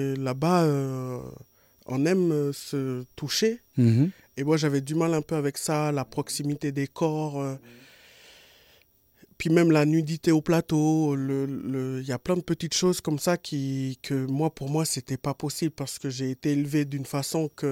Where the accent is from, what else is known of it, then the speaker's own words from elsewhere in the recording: Hauts-de-France, France; J'ai grandi à Touau, dans le Nord.